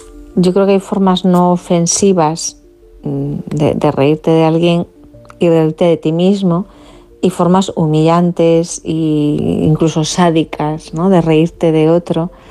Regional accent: Galicia, Spain; La ironía, que yo que soy gallega, bueno, respiramos la ironía como parte del idioma, ¿no?

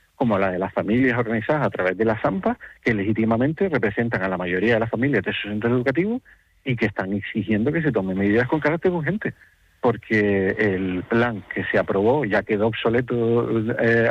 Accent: Canary Islands, Spain

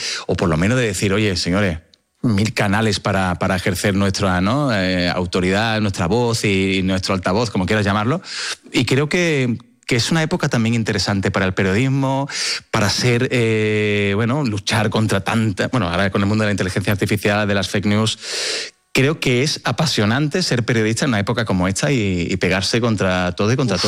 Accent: Seville, Andalusia, Spain; todo el mundo sabe que yo soy de Sevilla y soy de una ciudad que sigo con mucha pasión.

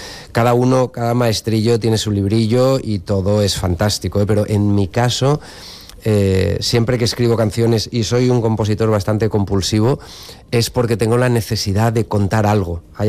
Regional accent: Spain

